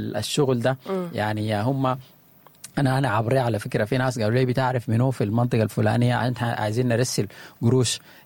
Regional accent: Sudan; نحن كسودانيين

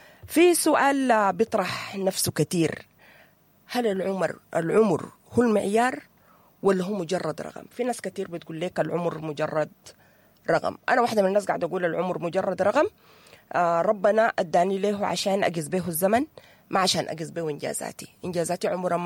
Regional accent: Sudan; عندنا نحن كمجتمع سوداني. نحن كمجتمع سوداني

